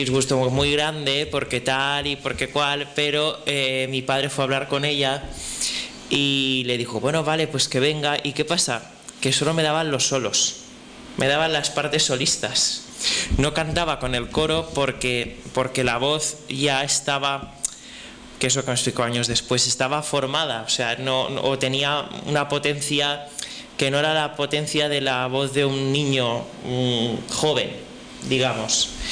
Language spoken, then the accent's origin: Spanish; Valencian Community, Spain; born there; mi pueblo porque yo nací allí